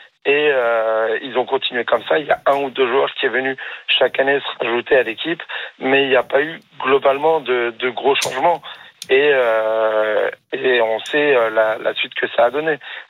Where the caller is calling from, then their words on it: France; On est français